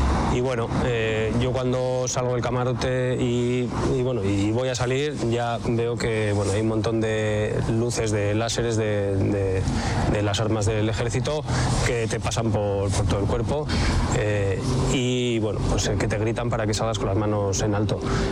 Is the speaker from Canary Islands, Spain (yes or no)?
no; Vitoria-Gasteiz, Basque Country, Spain; soy artista visual y profesor universitario, soy de Vitoria-Gasteiz